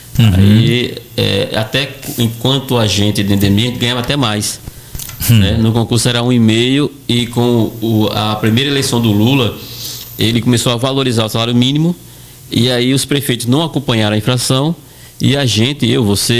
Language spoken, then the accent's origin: Portuguese; Coruripe, Alagoas, Brazil; moved away as an adult; now in Penedo, Brazil; Coruripe. Coruripe. Numa fazenda da usina Coruripe, que nem existe mais hoje